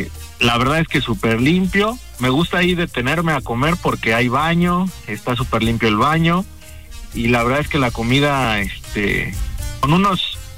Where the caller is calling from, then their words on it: Tlalnepantla, State of Mexico, Mexico; de Tlanepantla.